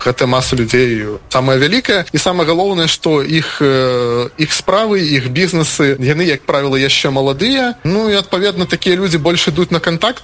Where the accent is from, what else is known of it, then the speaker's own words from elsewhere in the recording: Belarus; и мы, белорусы, по менталитете, как бы, такие тихие некие.